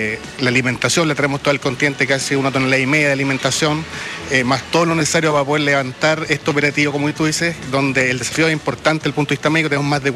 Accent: Temuco, Araucanía, Chile; Yo soy del sur de Chile, de Temuco

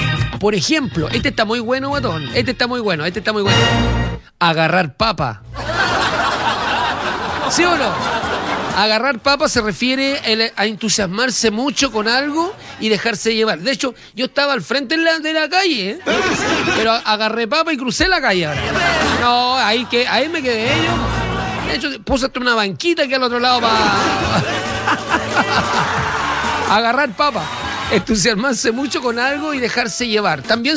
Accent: Chile

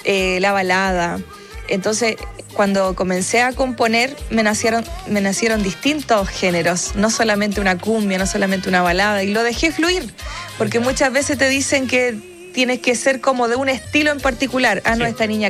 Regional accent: Chile; para mí ha sido una evolución como artista, como compositora chilena también

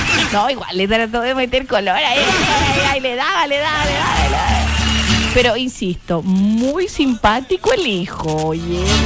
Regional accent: Chile; nosotros como como buenos chilenos le tenemos cariño.

